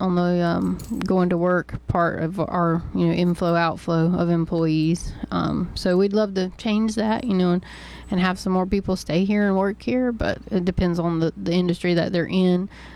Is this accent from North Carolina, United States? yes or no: yes; Lee County, North Carolina, United States; as a Lee County native and seven generations